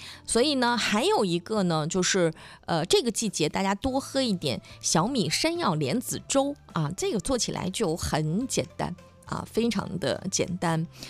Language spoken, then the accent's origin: Chinese; Dalian, Liaoning, China; 我们大连人呢又比较喜欢海鲜搭配啤酒